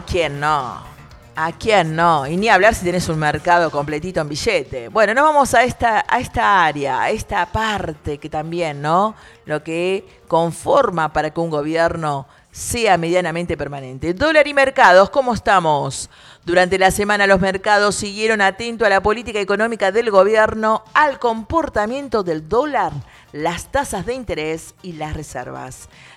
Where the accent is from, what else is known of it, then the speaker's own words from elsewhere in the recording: Argentina; nosotros somos de Buenos Aires